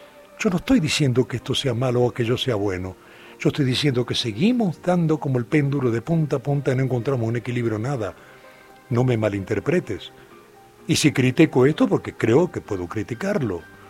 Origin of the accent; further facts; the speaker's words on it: Argentina; lo que yo estoy diciendo como ciudadano argentino